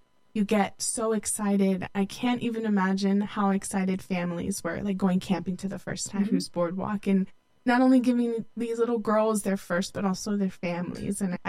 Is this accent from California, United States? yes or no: yes; Redwood City, California, United States; Growing up, I grew up in the Bay Area in Redwood City.